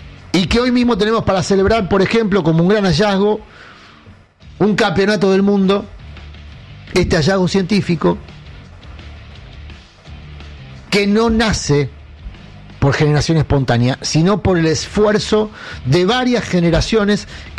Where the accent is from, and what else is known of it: Argentina